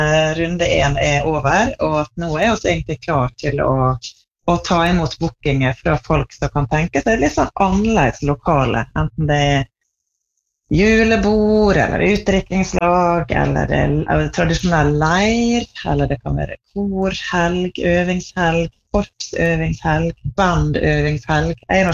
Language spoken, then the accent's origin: Norwegian; Tresfjorden, Møre og Romsdal, Norway; born or raised there